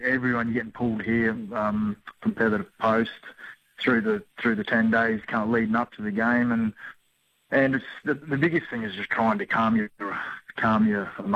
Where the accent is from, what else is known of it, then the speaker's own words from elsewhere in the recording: Hervey Bay, Queensland, Australia; Like, I come from Hervey, and it's a small community, and we'd have 20 or 30 people at our place every year.